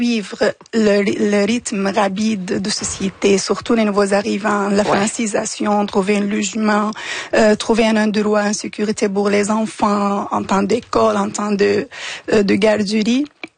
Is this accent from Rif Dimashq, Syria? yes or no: no; Damascus, Damascus Governorate, Syria; moved away as an adult; now in Canada; moi, je viens de Damas, une ville, elle est considérée la première ville peuplée dans l'histoire.